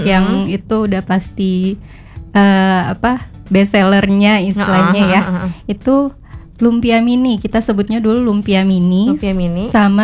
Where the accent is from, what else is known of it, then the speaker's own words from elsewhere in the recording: Balikpapan, East Kalimantan, Indonesia; born there; moved away as an adult; now in Pontianak, Indonesia; Dulu karena saya bukan asli Pontianak ya, saya aslinya Balikpapan.